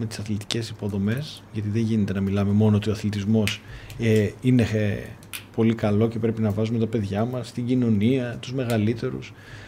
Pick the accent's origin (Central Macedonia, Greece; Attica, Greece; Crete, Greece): Central Macedonia, Greece; Thessaloniki; γεννήθηκα και μεγάλωσα εδώ στη Θεσσαλονίκη.